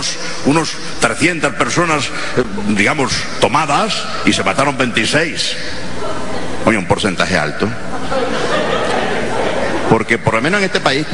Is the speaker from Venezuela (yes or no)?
yes; Venezuela; los venezolanos somos generosos.